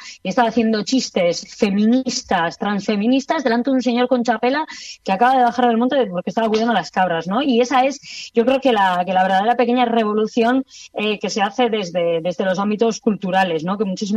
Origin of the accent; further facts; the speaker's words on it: Basque Country, Spain; yo soy una mujer, soy vasca, soy feminista, soy transfeminista, soy atea, radicalmente atea, y encima hago comedia